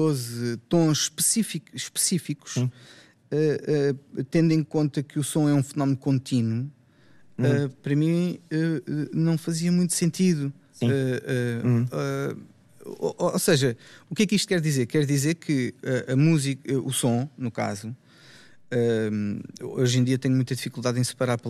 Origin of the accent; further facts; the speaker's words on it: Portugal; born there; eu nasci na Europa, no caso em Portugal